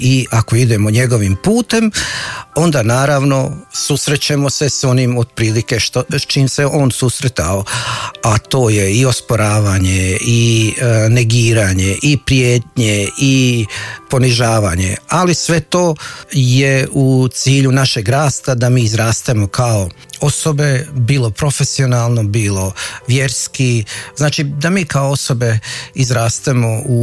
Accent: Bračanac, Federation of Bosnia and Herzegovina, Bosnia & Herzegovina; moved away as an adult; also born or lived in Zagreb; Pa da, ja sam iz Hercegovine rodom, iz Posušja, jedno selo pored Posušja, Bračanac. Tamo sam odrastao i onda sam završio u Zagrebu kao student pravnog fakulteta.

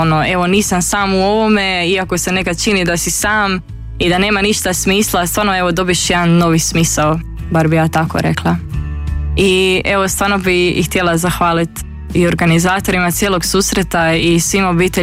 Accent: Zagreb, City of Zagreb, Croatia; Da, tata iz Hercegovine, ali sam rođena u Zagrebu.

